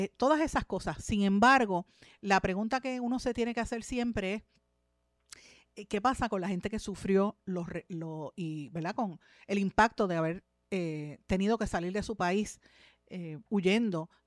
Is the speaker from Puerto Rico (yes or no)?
yes; Puerto Rico; Para nosotros aquí como Puerto Rico, como puertorriqueños, ¿qué representa esto?